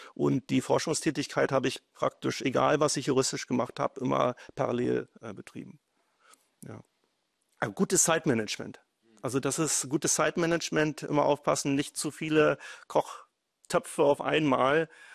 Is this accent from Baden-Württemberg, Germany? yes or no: no; Salzwedel, Saxony-Anhalt, Germany; moved away as an adult; Das ist meine Heimatstadt. Also ich wurde hier geboren in der Goethestraße, in das so ein rotes Backsteinhaus mit so einer eingravierten Sonne in der Front. Habe meine Schulzeit hier verbracht und auch die Abiturzeit und bin dann erst nach dem Abitur weggezogen